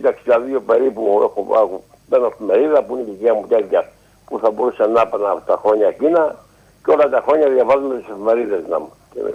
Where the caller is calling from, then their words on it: Agioi Theodoroi, Greece; από Αγίου Θεοδόρης.